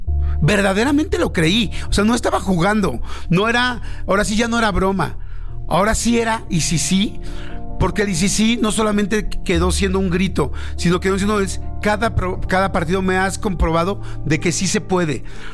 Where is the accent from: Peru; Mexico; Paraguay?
Mexico; Seguías poniendo la playera porque somos mexicanos y porque estamos ahí hasta el final